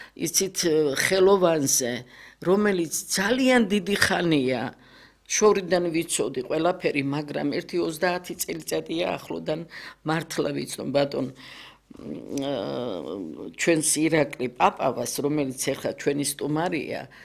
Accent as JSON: {"language": "Georgian", "region": "Tbilisi", "country": "Georgia", "tie": "born or raised there", "said": "მე იცით ასეთ ადამიანებში გავიზარდე საბურთალოზე, მთაწმინდაზე და ბოლოს გლდანში და იქიდან 57 წელია ფეხი არ გადამიდგე არსად"}